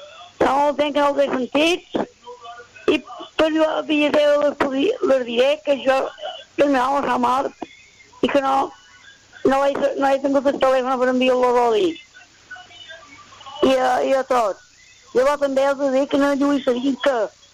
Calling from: Petra, Balearic Islands, Spain; Bon dia, mano.

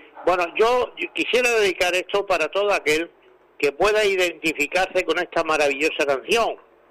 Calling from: Balearic Islands, Spain; De aquí, de Sondameto.

